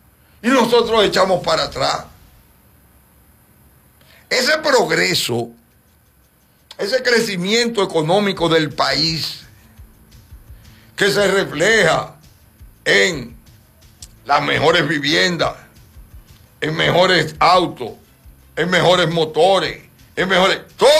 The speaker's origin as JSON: {"language": "Spanish", "region": "San Pedro de Macorís", "country": "Dominican Republic", "tie": "born or raised there", "said": "Amo tanto a mi pueblo San Pedro de Macorís"}